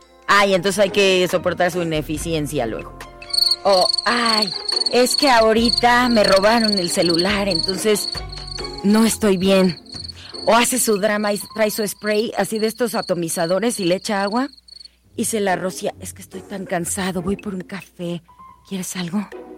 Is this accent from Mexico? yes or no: yes; Jalisco, Mexico; moved away; allá en mi pueblo, Jalisco